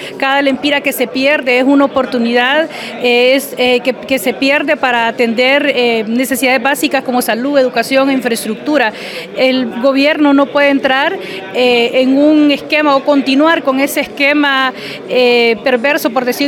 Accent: Honduras; para que nosotros como país y como todo, como hondureños, seamos conscientes

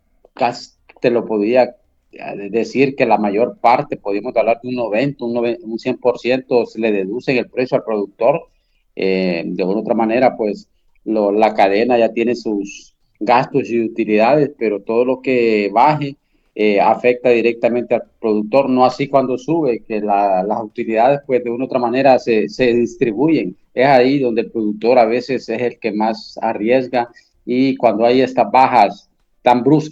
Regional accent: Honduras

